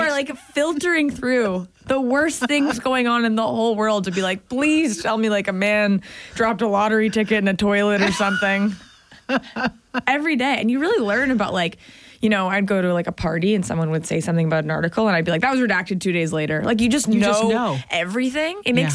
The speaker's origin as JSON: {"language": "English", "country": "Canada", "said": "I'm really lucky because I'm Canadian."}